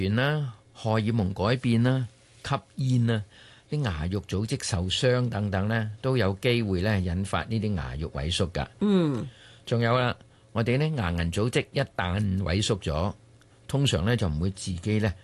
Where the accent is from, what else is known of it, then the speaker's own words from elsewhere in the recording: Guangdong, China; 咁同我哋廣東人所講嘅執人口水尾咧。